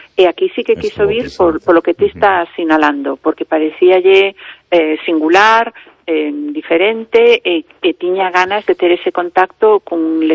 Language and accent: Galician; Galicia, Spain; Somos galegos, ¿no? Calquera ocasión é boa para montar unha festa.